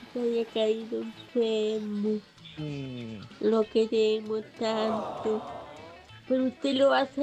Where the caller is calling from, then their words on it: Laguna Verde, Valparaíso, Chile; Soy la de Laguna Verde.